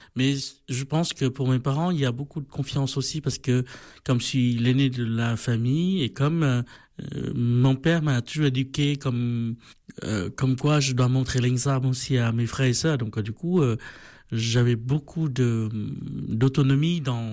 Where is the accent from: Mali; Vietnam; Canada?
Vietnam; French is a second language; moved away as an adult; now in France; Chez nous, quand on va à la messe, le dimanche, il y a beaucoup de monde. Au Vietnam...